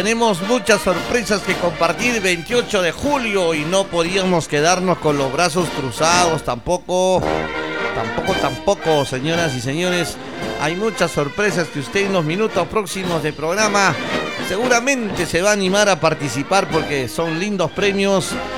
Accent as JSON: {"language": "Spanish", "country": "Peru", "said": "También como peruanos hay que adorar a Perú, hay que querer. Vivimos en este terruño peruano."}